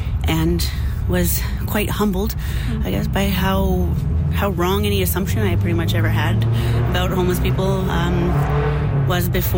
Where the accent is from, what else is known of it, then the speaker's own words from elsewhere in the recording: British Columbia, Canada; now in Kelowna, Canada; I'm not originally from Kelowna, but I'm from BC